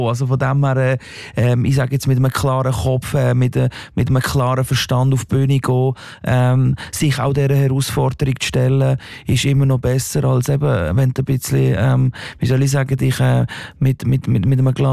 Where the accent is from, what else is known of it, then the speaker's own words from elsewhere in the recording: Gelterkinden, Basel-Landschaft, Switzerland; Ich bin aus Geltenkind aus dem Baselland, habe dort eine Sekundarschule gemacht